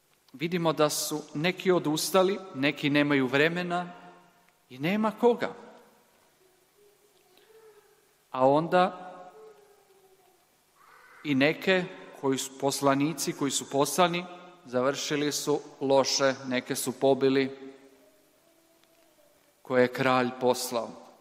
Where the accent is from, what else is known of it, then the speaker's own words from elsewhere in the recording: Croatia; Kao mi smo vjernici, mi smo katolici, Hrvati, trsimo se, obješavamo grbove